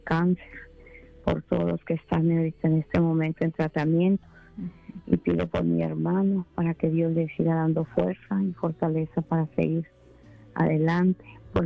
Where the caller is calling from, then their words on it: San Diego, California, United States; de San Diego